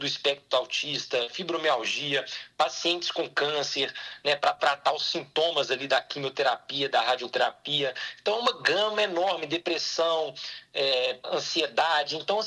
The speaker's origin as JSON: {"language": "Portuguese", "town": "Belo Horizonte", "region": "Minas Gerais", "country": "Brazil", "tie": "born or raised there", "said": "Eu sou de 94, né, Diva? Eu vou completar meus 32 anos. E eu nasci aqui em Belo Horizonte, no bairro Floresta, no qual eu morei grande parte da minha vida. Hoje eu moro ainda em Belo Horizonte, mas no bairro Cidade Nova."}